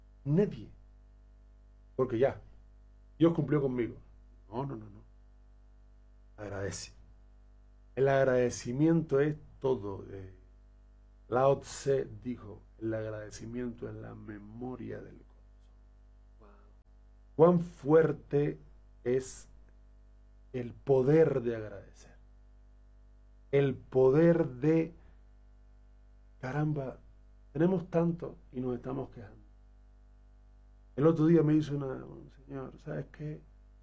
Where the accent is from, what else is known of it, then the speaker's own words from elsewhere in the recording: Cuba; moved away; Soy cubano.